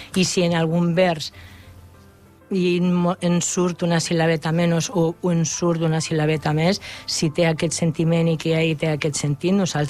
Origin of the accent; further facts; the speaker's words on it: Castile, Spain; Catalan is a second language; Perdó, jo soc castellana i adoro el castellà